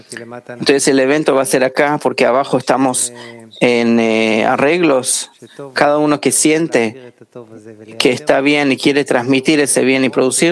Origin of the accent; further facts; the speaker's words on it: Israel; moved away; Soy de Israel, 50 años acá en el país. Solo sepan, amigos, que también de Israel vienen acá a las prácticas, incluso jóvenes como yo.